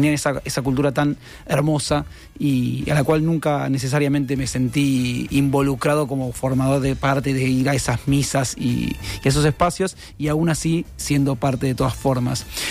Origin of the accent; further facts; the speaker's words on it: Argentina; de mi formación como argentino